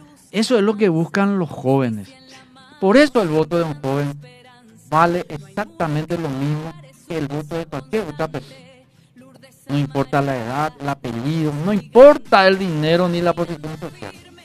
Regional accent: Paraguay; nosotros como ciudadanos paraguayos

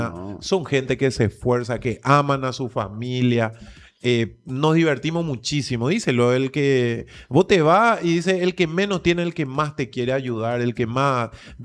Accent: Paraguay; vos sos paraguayo, sí, soy paraguayo

